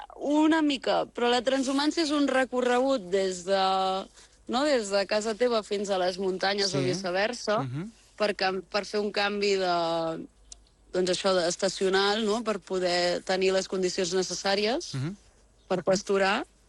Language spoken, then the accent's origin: Catalan; Barcelona, Catalonia, Spain; now in Gironella, Spain; Jo això soc de Barcelona, però bueno, amb aquest context familiar, no?